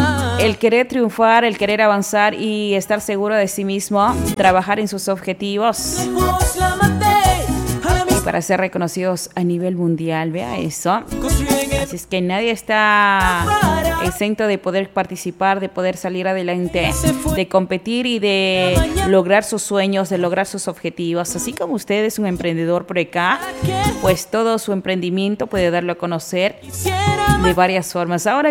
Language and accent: Spanish; Ecuador; somos nosotros también ecuatorianos.